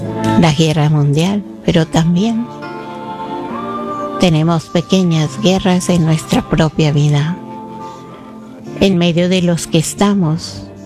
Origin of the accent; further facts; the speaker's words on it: Colombia; en mi país el lugar donde está nuestra patrona, Nuestra Señora de Chiquinquirá